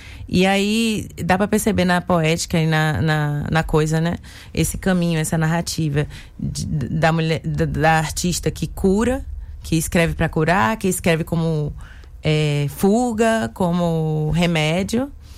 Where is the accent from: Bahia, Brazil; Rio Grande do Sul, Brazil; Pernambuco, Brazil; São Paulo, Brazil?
Bahia, Brazil; now in Salvador, Brazil; de ser uma mulher negra, baiana, que vai falar da sua realidade. E naturalmente esses temas reaparecem de vez em quando, traduzindo a minha realidade, não só no interior, que era a minha cidade natal, como em Salvador, que é a minha cidade de residência hoje.